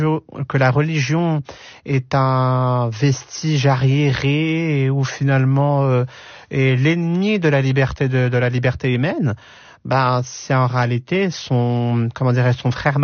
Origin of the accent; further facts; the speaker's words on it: France; français, algérien, j'ai mes deux nationalités et je les porte fièrement.